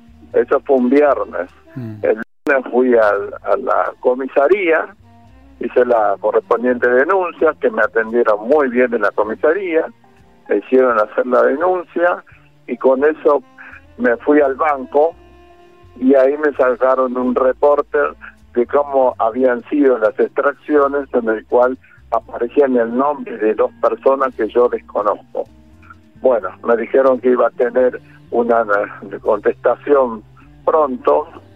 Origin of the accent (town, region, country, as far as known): Caseros, Buenos Aires Province, Argentina